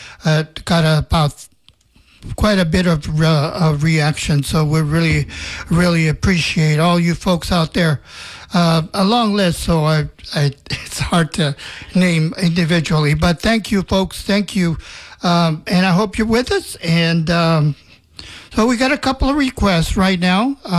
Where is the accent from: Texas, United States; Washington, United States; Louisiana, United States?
Texas, United States; Laredo; I was born in Mexico, in Nuevo Laredo, Mexico, but I moved to Laredo, Texas when I was like 7 years old. And now I'm in my 70s, and I've been here in the United States for most of my life now.